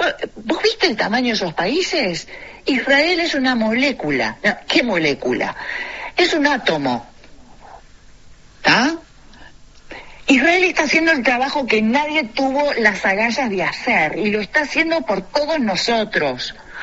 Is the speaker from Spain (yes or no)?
no; Uruguay; la universidad que nos pertenece a todos, Gustavo, a todos los uruguayos, del primero al último